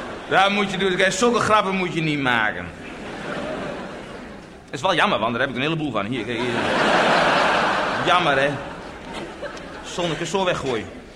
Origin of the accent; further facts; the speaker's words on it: Netherlands; Nee, ik ben wel een bekende Nederlander. Jawel. Ik zal u nog een voorbeeld geven hoe bekend ik ben als Nederlander.